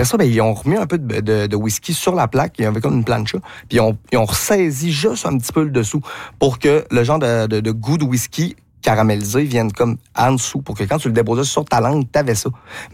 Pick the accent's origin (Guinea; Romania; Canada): Canada; Quebec; au Québec, nous autres